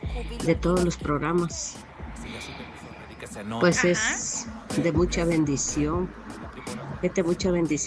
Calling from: San Marcos, Santa Bárbara, Honduras; les escucho acá en las brisas del río de San Marcos, Santa Bárbara.

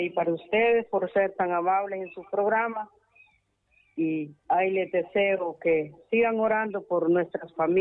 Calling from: Comayagua, Honduras; De Comayuna, aldea de Comayagua.

